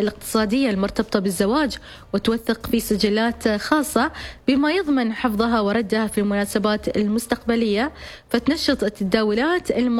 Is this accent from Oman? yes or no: yes; Oman; بعض القبائل الموجودة عندنا في الشمال